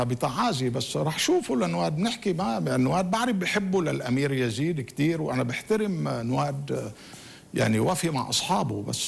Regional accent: Jahliyeh, Mount Lebanon, Lebanon; أنطونس صحناوي جاري أنا بالجهلية

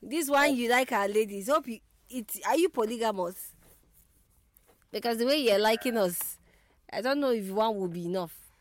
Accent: Igboland, Nigeria; I am Nigerian and I am an Igbo woman.

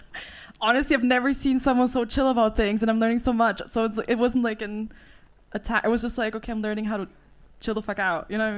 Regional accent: Vienna, Austria; I'm from Vienna.

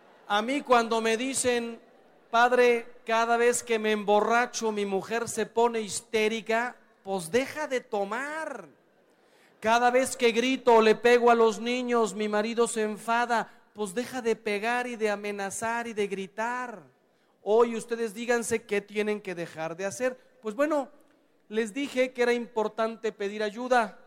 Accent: Mexico; Mira, soy mexicano, y ustedes también, la mayoría.

